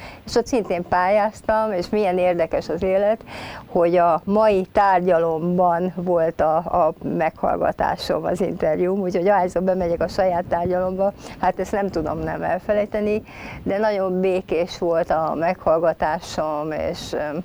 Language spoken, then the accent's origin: Hungarian; Budapest, Hungary; én tényleg a belvárosban, Manács-téri házakban nevelkedtem